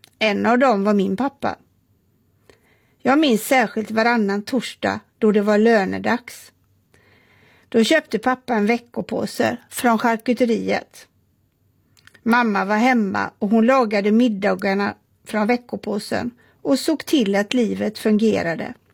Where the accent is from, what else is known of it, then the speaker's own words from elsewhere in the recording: Gothenburg, Västra Götaland County, Sweden; Jag växte upp i Kortedala i Göteborg. En av Sveriges första moderna förorter.